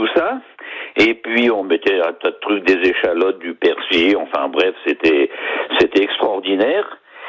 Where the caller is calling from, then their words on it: Commercy, Grand Est, France; Comme je suis de Lorraine de Commercy